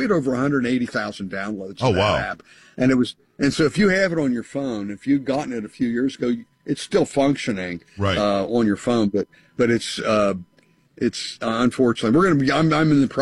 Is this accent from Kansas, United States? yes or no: no; Pennsylvania, United States; We see that I'm from my home state of Philadelphia or of Pennsylvania